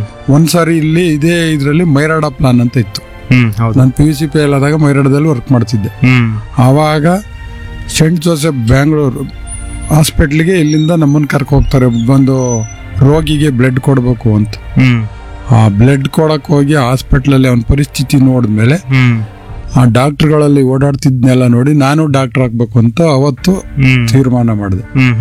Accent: Mysore district, Karnataka, India; born there; also born or lived in Saragur / Chilkunda, Hunsur taluk; 6ನೇ ತರಗತಿವರೆಗೂ ನಮ್ಮ ಊರಿನಲ್ಲಿ ನಾವು ಪ್ರೈಮರಿ ಮತ್ತೆ ಮಿಡ್ಲ್ ಸ್ಕೂಲ್ ಇತ್ತು. 7ನೇ ತರಗತಿಗೆ ಸರಗೂರಿಗೆ ಬಂದು ಸೇರಿದ್ದೆ. 7, 8, 9 ಸರಗೂರಿನಲ್ಲಿ ಓದ್ದಾಯ್ತು. 10ನೇ ತರಗತಿಗೆ ಚಿಲ್ಕುಂದ, ಹುಣಸೂರು ತಾಲೂಕು.

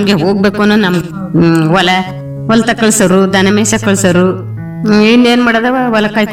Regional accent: Tatakere, Karnataka, India; ತಟಕೆರೆಯಿಂದ ಬಂದೀವಿ.

